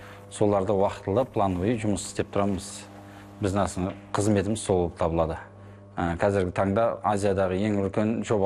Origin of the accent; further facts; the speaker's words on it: Zhanatas, Jambyl Region, Kazakhstan; осы Жаңатас қаласының тумасымын, 1990 жылы туылған.